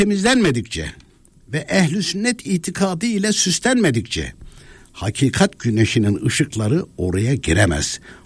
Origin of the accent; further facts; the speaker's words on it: Konya, Turkey; Ya ben Konyalıyım ya.